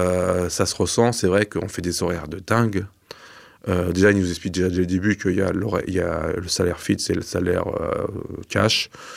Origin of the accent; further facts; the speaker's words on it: Normandy, France; now in Brittany, France; aujourd'hui je suis normand et je suis en terre bretonne